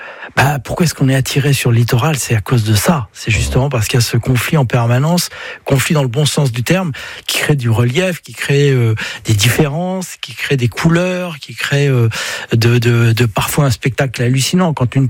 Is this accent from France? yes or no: yes; Brittany, France